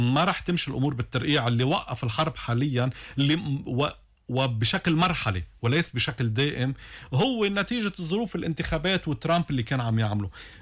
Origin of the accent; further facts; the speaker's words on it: Lebanon; نحن كلبنانيين